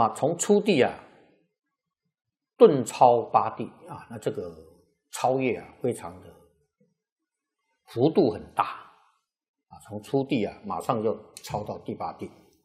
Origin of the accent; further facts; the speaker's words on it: Taiwan; 你看那个澳洲呢，跟我们台湾人口差不多啊